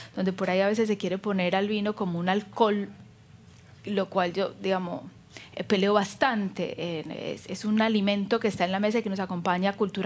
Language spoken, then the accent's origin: Spanish; Argentina; nosotros como viticultura argentina.